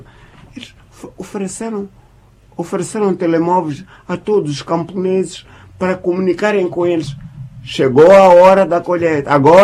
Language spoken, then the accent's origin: Portuguese; Jangamo, Inhambane, Mozambique; born or raised there